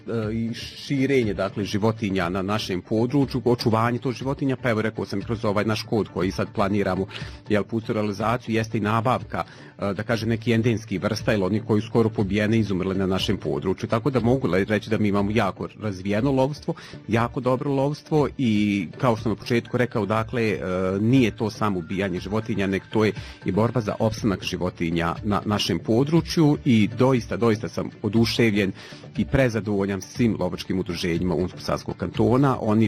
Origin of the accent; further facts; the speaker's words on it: Bosanska Krupa, Federation of Bosnia and Herzegovina, Bosnia & Herzegovina; ja sam iz Bosanske Krupe, blizina Bosanskog Novog je neki 30 km